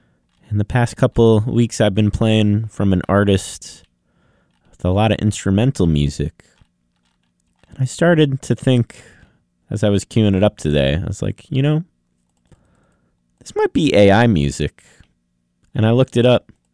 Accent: United States; I'm an American.

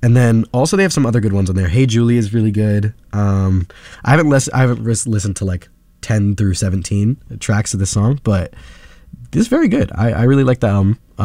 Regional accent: Haiti; first language Haitian Creole; English is a second language; This is in Haitian Creole, my native language.

